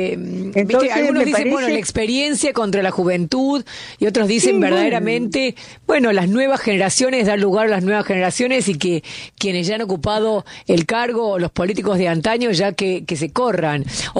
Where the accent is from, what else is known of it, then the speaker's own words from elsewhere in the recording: Argentina; Vos sabés, Helio, como argentina, que nosotros acá siempre decimos que votamos con el bolsillo.